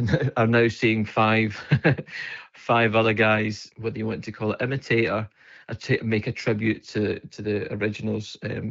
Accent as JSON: {"language": "English", "region": "Scotland", "country": "United Kingdom", "said": "as a Scotsman."}